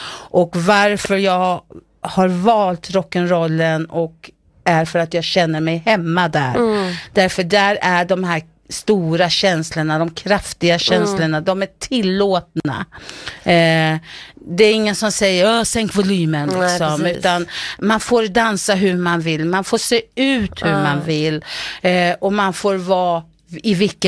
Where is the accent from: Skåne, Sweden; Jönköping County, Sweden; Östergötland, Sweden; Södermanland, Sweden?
Södermanland, Sweden; Vingåker; jag är uppvuxen utanför Vingåker, men jag gick ju i skolan i Vingåker.